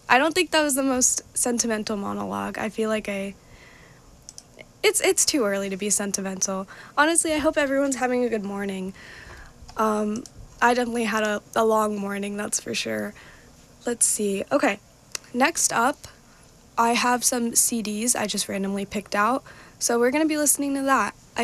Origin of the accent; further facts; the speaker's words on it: Seattle, Washington, United States; moved away as an adult; now in Minnesota, United States; I'm not from Minnesota originally, so I'm from Seattle.